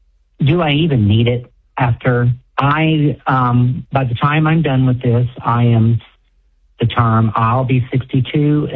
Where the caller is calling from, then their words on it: Effingham, Illinois, United States; I'm actually from Effingham, Illinois.